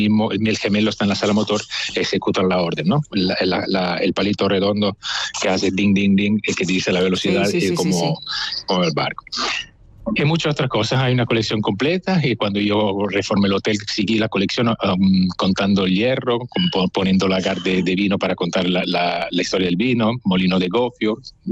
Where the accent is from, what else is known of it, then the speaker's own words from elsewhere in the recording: Italy; Spanish is a second language; moved away as an adult; now in Spain; Sí, soy italiano. Mi mujer sí que es valenciana, española.